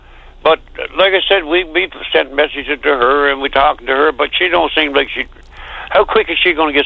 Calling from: New Harbour, Newfoundland and Labrador, Canada; I'm calling you from New Harbor here on Thorns Road.

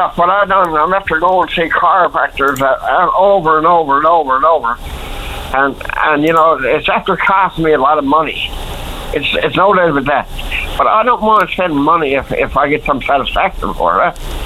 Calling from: St. Lawrence, Newfoundland and Labrador, Canada; I call him from St. Lawrence.

